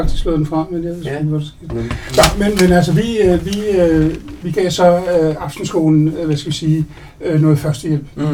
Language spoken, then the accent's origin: Danish; Brøndby, Capital Region of Denmark, Denmark; Og jeg kommer fra Brøndby, og aktiv i Brøndby